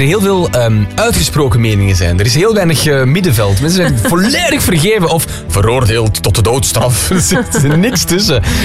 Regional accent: Erichem, Gelderland, Netherlands; Het is niet omdat ik uit Erichem kom, oorspronkelijk, maar dat ik Gita haar bericht uit Erichem wel begrijp.

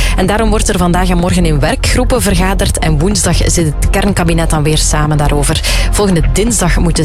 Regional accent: Belgium

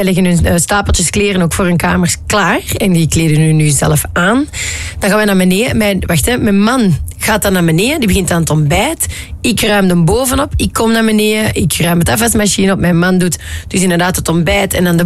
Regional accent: Netherlands; En voor de rest ben ik een Nederlander, hè, in hart en nieren.

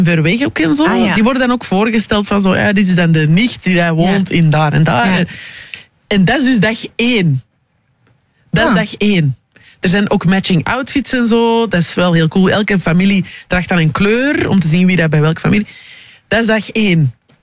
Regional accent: Belgium; also born or lived in Democratic Republic of the Congo; ik ben een Congolees en Belgisch.

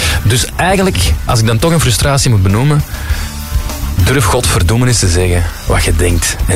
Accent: Flanders, Belgium; Wij als Vlamingen zijn zo niet grootgebracht.

